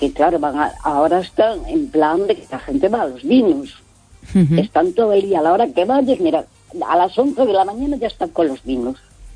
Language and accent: Spanish; Santiago de Compostela, Galicia, Spain; Porque yo soy de Santiago de toda la vida, mi abuelo